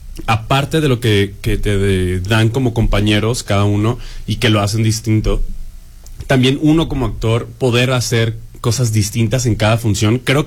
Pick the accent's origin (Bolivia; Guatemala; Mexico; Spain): Mexico; nosotros como mexicanos